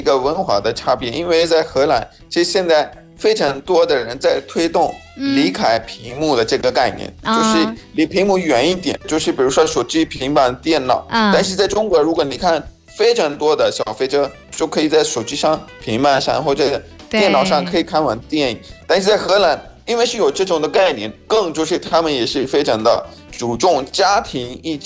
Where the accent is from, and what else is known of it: Pakistan